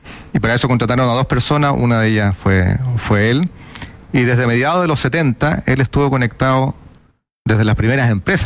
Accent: Antofagasta, Chile; born there; uno de los yacimientos más antiguos de Latinoamérica se encuentra en la zona donde yo nací, hace 11.000 años o un poco más, ¿cierto? Se descubrió un poquito más al norte de Taltal un yacimiento de hierro.

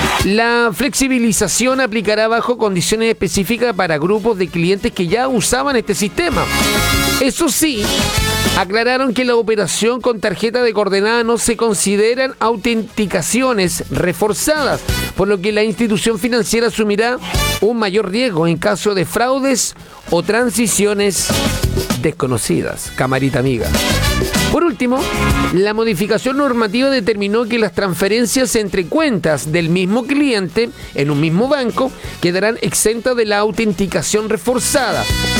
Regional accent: Chile; somos fijones los chilenos

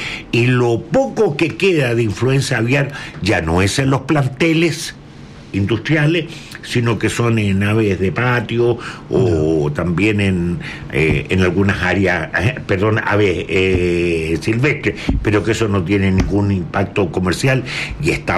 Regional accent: Chile

